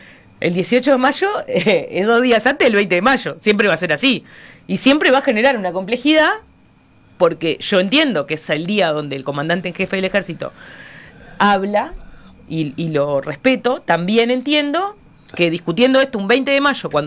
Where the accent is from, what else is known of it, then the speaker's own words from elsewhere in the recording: Uruguay; Siento que este es mi gobierno, no solo porque soy uruguaya